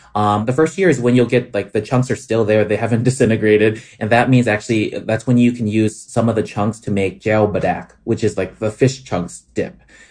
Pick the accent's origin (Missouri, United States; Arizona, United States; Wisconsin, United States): Wisconsin, United States; So my family's from southern Laos, And I grew up in Wisconsin, but with my mom always cooking Lao food at home.